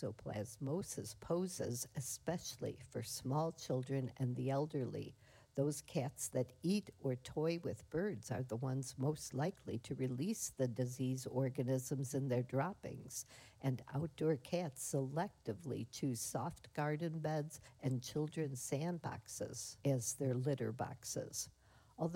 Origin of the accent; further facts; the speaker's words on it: Chicago, Illinois, United States; now in Duluth, United States; I grew up in Chicago